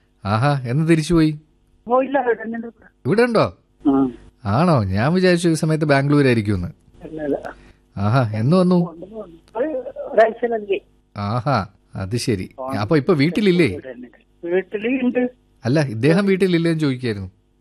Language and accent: Malayalam; Nileshwaram, Kerala, India; ഞങ്ങൾ കാസർഗോഡ് നീലേശ്വരം നാട്ടിൽ നിന്നാണ്. ഗ്രാമത്തിന്റെ പേര് കൊട്രച്ചാൽ.